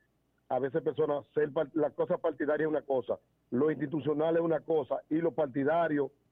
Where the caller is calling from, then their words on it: Maizal, Dominican Republic; del Distrito Municipal de Maizal.